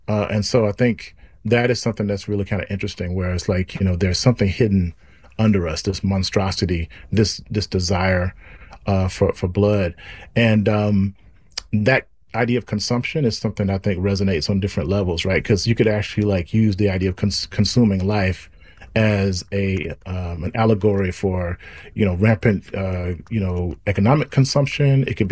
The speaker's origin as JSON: {"language": "English", "region": "Mississippi", "country": "United States", "tie": "born or raised there", "said": "you know, I'm from Mississippi, so and I grew up with the blues"}